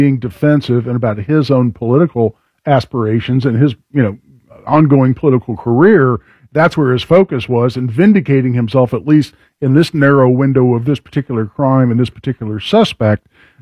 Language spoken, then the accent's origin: English; Carmel, Indiana, United States; Mayor Sue Finkham up in my neck of the woods, my hometown, Carmel